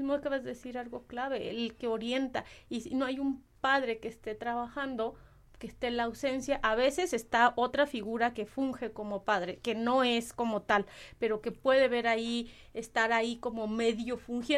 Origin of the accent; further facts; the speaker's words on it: Uruapan, Michoacán, Mexico; yo soy de Uruapan, entonces en el municipio de Uruapan